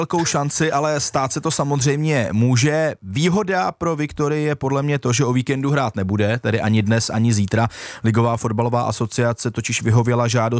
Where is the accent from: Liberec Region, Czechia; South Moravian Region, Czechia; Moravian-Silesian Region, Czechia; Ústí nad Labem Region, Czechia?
Liberec Region, Czechia; Liberec; Já vzhledem k tomu, že jsem z Liberce a hodně sleduju ten tým